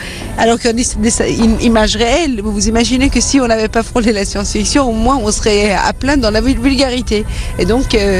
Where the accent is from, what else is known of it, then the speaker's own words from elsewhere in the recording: Iran; also born or lived in France; je suis française et iranienne